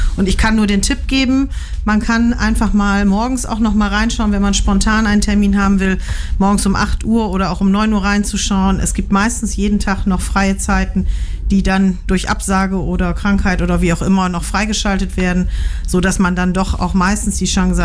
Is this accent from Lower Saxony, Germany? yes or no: yes; Melle, Lower Saxony, Germany; ich bin 43 Jahre alt und bin seit 5 Jahren amtierende Bürgermeisterin meiner Heimatstadt Melle und kandidiere in diesem Jahr erneut.